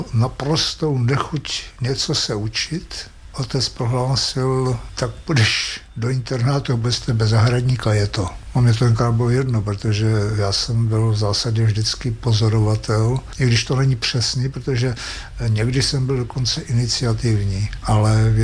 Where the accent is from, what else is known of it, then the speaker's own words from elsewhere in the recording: Stodůlky, Prague, Czechia; also born or lived in Hradec Králové; Já jsem ze Stodůlek, to byla obec. Ovšem poté jsme bydleli, byla krize, takže jsme se odstěhovali k rodičům mýho otce a bydleli jsme v Hradci Králové.